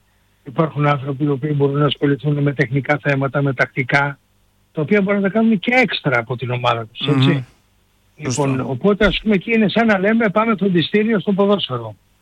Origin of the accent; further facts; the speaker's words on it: Greece; γιατί είμαστε Έλληνες.